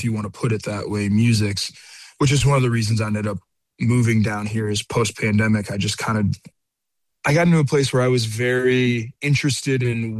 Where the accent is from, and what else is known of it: Chicago, Illinois, United States; born or raised there; moved away as an adult; now in Nashville, United States